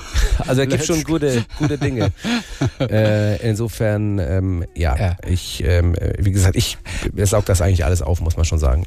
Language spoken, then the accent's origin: German; Hamburg, Germany; Ich bin Hamburger, genau.